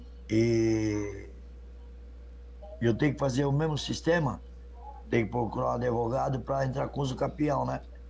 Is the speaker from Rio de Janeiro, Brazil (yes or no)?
yes; Paraty, Rio de Janeiro, Brazil; Sou do Araritama, Mauro.